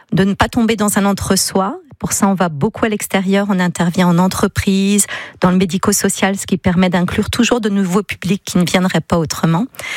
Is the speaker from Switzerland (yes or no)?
no; Paris, Île-de-France, France; moved away as an adult; now in Sablé-sur-Sarthe, France; moi, je ne suis pas sablonienne, je suis parisienne. Je suis arrivée à Sablé avec la compagnie de danse en 2001, puis vraiment installée en 2004.